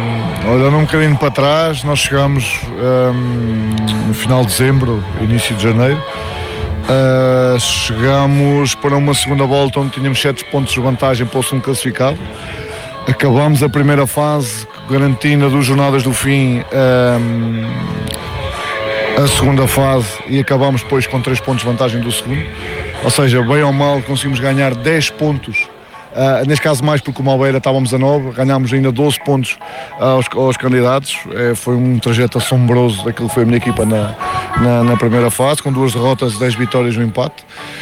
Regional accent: Coimbra, Portugal; Fico muito contente, porque eu sou de Coimbra, ver esta gente também de perto

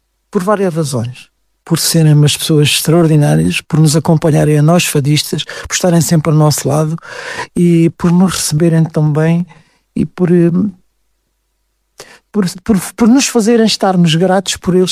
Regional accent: Alentejo, Portugal; as pessoas que estão no lar de cabeça de vidro e que me viram nascer algumas, que me viram crescer

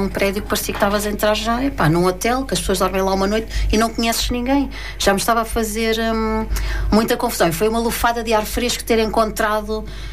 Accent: Queluz, Lisbon, Portugal; moved away as an adult; now in Mafra, Portugal; Eu cresci no Monte Abrão, portanto, num sítio dormitório, onde durante o dia as pessoas iam para Lisboa ou para as cidades trabalhar e, portanto, dormiam.

